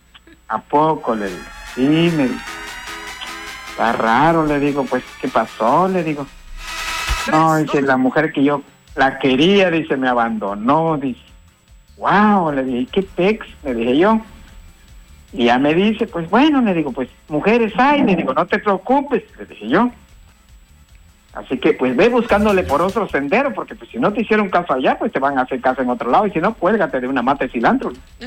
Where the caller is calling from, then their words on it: Chetumal, Quintana Roo, Mexico; Pues acá de Chetumal, Quintana Roo.